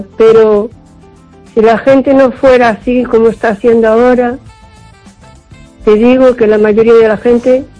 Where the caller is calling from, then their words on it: O Carballiño, Galicia, Spain; de Carballiño.